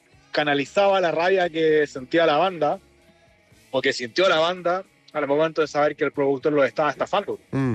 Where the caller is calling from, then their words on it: Santiago, Santiago Metropolitan, Chile; de Santiago.